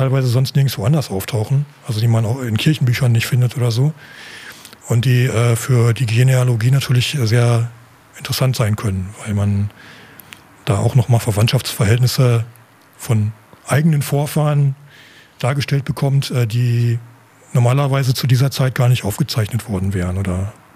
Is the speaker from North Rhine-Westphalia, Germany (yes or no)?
yes; North Rhine-Westphalia, Germany; also wenn man in die Gegend geht, wo ich herkomme, in Westfalen, ich bin nicht auf dem Dorf geboren, aber ich glaube so die ersten Jahre meines Lebens auf dem Dorf verbracht.